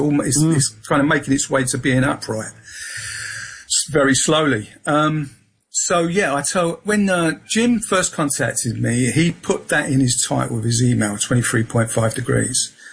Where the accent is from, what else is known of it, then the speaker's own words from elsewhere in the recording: London, United Kingdom; accent: South London; I was brought up in Peckham, London, southeast London, so that's my accent.